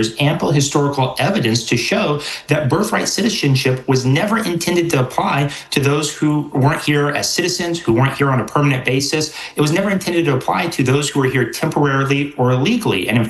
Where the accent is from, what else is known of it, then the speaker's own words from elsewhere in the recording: Florida, United States; My home state for Florida, for instance, has very specific requirements about the compactness of the districts